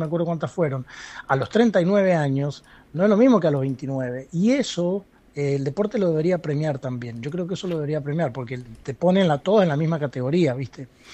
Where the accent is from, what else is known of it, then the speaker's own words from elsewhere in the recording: Argentina; Me hubiera gustado, tal vez como argentino, algún reconocimiento de la FIFA a Leo en su último mundial